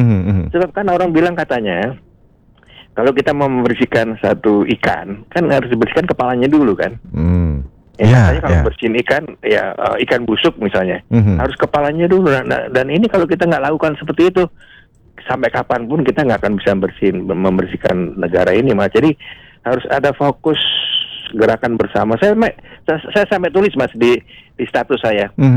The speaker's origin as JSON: {"language": "Indonesian", "town": "Yogyakarta", "region": "Special Region of Yogyakarta", "country": "Indonesia", "tie": "born there", "said": "Karena mungkin karena saya lahir di Yogyakarta."}